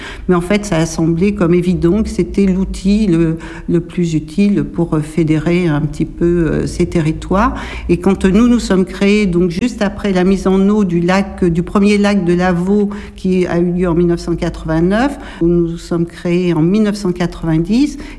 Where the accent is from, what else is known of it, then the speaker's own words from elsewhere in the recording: Chasseneuil, Nouvelle-Aquitaine, France; je suis originaire de Chasseneuil, qui est une commune à côté. Je n'étais pas très loin. Par contre, j'ai été amenée à travailler sur ce territoire, à y avoir ma propre maison.